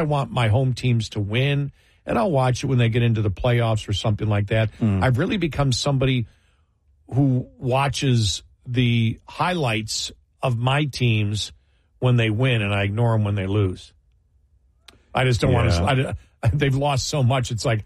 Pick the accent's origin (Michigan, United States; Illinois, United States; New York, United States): New York, United States; Buffalo; I used to go to NBA games when I was a kid, when I grew up in Buffalo